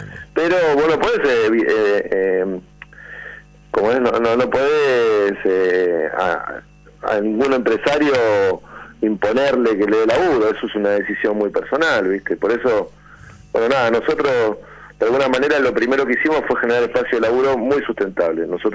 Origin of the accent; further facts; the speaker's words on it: Villa Caraza, Buenos Aires Province, Argentina; viví gran parte de mi infancia en Villa Caraza y Villa Jardín.